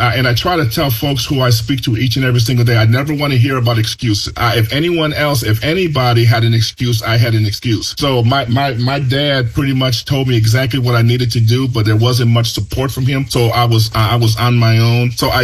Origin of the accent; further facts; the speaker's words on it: Chicago, Illinois, United States; English is a second language; because I grew up in the projects of Chicago, I got a chance to go to the University of Wi